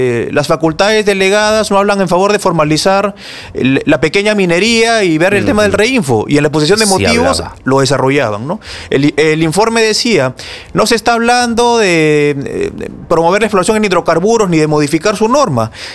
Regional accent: Peru

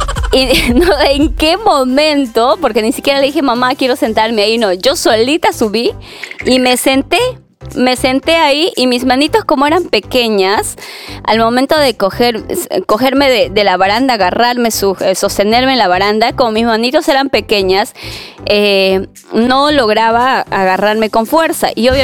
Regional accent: Peru; seguir apoyándonos como peruanos

